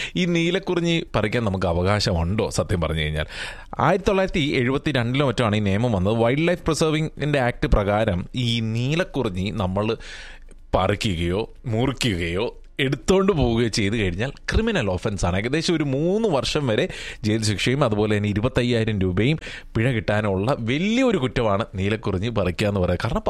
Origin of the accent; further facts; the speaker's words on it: Kerala, India; ഞങ്ങളുടെ നാട്ടിൽ ഈ ആലപ്പുഴയിലും അതുപോലെ തന്നെ കോട്ടയത്തും